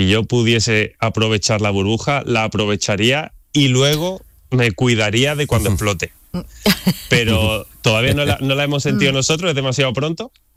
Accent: Andalusia, Spain; La verdad que me sorprendió porque, aun siendo andaluz y todo, era mi primera vez en el Al-Ándalus.

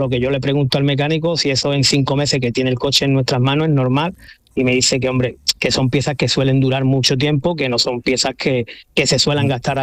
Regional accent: Lepe, Andalusia, Spain; pues compramos un vehículo de la marca Skoda en un concesionario en Torremolinos, aunque nosotros somos de Lepe, Huelva

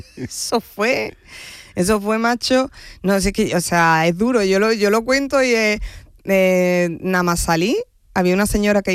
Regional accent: Andalusia, Spain; o sea, yo soy andaluza, soy mujer, soy cómica

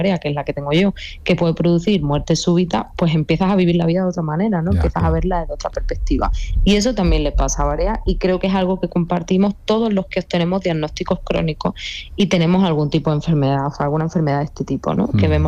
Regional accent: Andalusia, Spain; reivindicar lo andaluz en la cultura también que consumimos, en la literatura que leemos como andaluces

